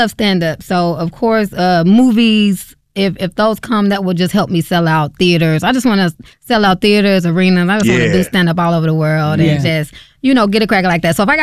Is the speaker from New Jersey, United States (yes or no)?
no; Chicago, Illinois, United States; Southside, born